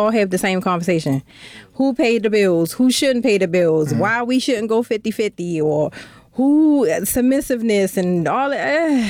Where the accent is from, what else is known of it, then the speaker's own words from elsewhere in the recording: Baltimore, Maryland, United States; now in Atlanta, United States; I was born and raised Baltimore East Side. I grew up in Sedonia.